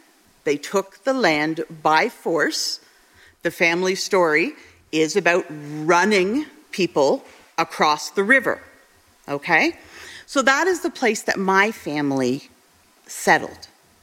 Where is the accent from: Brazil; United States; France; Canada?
Canada; Hamilton, Ontario; born there; So I was born in June. I was born in June 1973, and I was born in Hamilton.